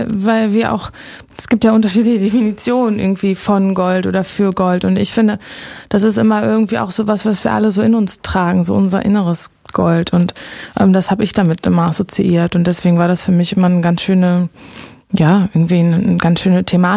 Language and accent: German; North Rhine-Westphalia, Germany